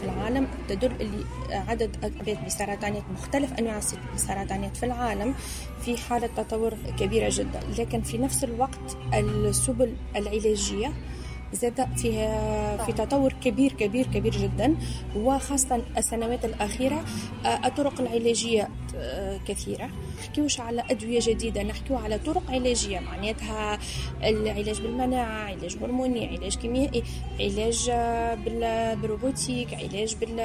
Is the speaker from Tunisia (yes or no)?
yes; Tunisia; احنا في تونس الحمد لله عندنا من القدرة اللي احنا في معناتها مواكبة حينية للتطورات العلمية.